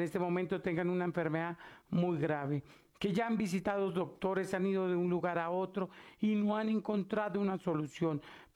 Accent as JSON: {"language": "Spanish", "town": "Catemaco", "region": "Veracruz", "country": "Mexico", "moved": "yes", "said": "para toda mi tierra de Catemaco, Veracruz. Saludo especial a mis paisanos que hoy estamos de fiesta."}